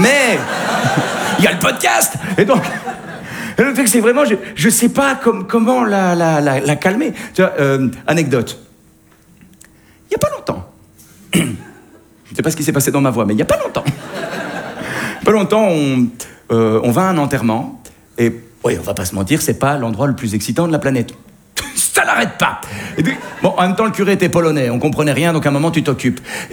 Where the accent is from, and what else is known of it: Belgium